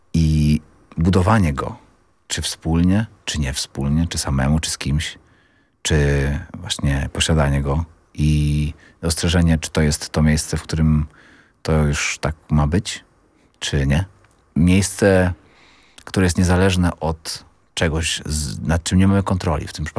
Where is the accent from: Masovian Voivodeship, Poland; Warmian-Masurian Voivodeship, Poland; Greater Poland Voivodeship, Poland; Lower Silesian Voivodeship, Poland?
Lower Silesian Voivodeship, Poland; Przemków; moved away; To jest moje rodzinne miasto i mój rodzinny dom